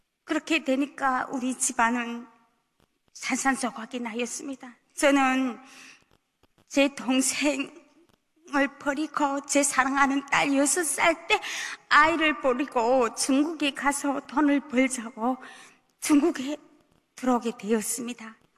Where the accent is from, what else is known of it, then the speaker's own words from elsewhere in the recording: Ryanggang, North Korea; now in South Korea; 저는 2019년 대한민국으로 온 탈북민 … 제가 태어난 곳은 북한 양강도 운운군이 자그마한 임산삽소에서 태어났습니다.